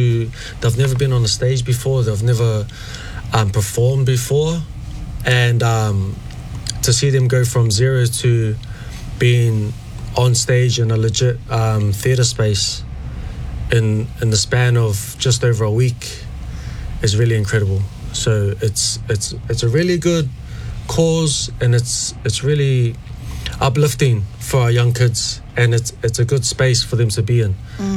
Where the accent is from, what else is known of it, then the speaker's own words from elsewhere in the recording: Auckland, New Zealand; from Liku mo Hikutawake. And half Nguyen, half Māori, grew up in Greyland. And music has taken me all the way here now to where I am now.